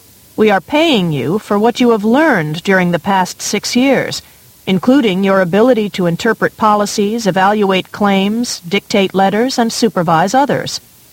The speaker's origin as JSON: {"language": "English", "town": "Mullins", "region": "South Carolina", "country": "United States", "tie": "born or raised there", "said": "but would enter public school in my hometown of Mullins for my junior and senior years."}